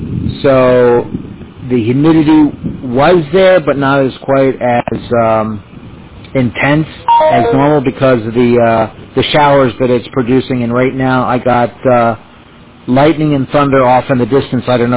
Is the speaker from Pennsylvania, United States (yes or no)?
yes; Bucks County, Pennsylvania, United States; moved away as an adult; also born or lived in Washington, D.C.; now in Florida, United States; I've only moved down here in this state in 2018. Both my wife and I are from Pennsylvania. My wife is from Lancaster. I'm from Bucks County.